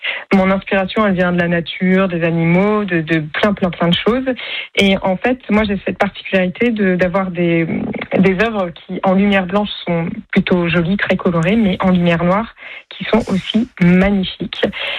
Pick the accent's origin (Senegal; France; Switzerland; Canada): France; Rennes, Brittany; Moi, je suis rennaise de base.